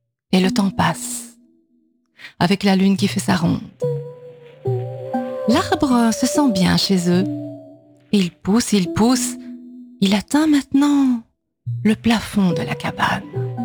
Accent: Namur, Wallonia, Belgium; Oui, oui. Donc, ils sont un petit peu moins connus que moi, mais. Oui, donc je viens de Namur.

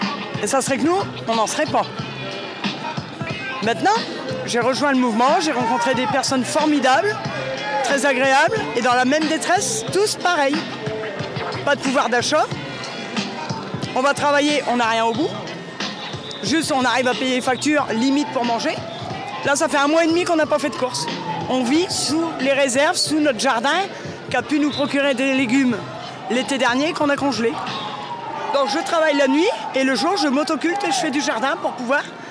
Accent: Hauts-de-France, France; Je viens d'à côté de Noyon. Là, un petit village, un hameau de à côté de Noyon, qui est relié à Noyon.

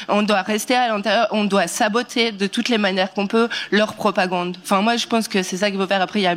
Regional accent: Brussels, Brussels-Capital Region, Belgium; Bonjour, moi je viens de Bruxelles, je travaille à l'Opéra

